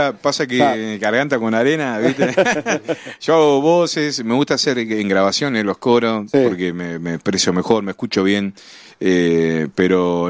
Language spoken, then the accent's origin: Spanish; Argentina; mi abuelo, un español, así que bueno, tenemos una mezcla, como todos, ¿no? Como en Argentina